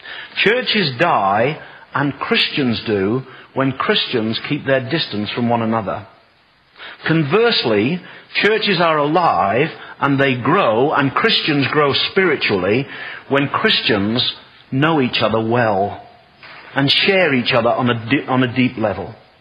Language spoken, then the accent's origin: English; United Kingdom; I'm typical British.